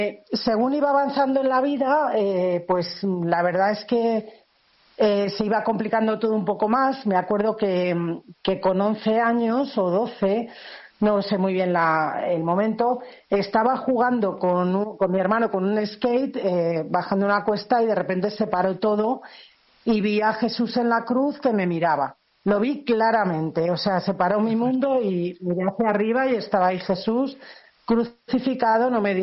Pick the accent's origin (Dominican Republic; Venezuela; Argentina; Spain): Spain; born there; yo nací en una familia muy católica en España, como podéis ver por mi acento, en el año 64. Claro. Tengo 62 años.